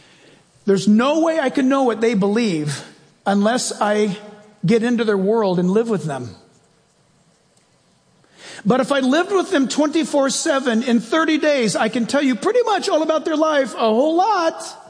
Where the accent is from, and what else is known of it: United States; born there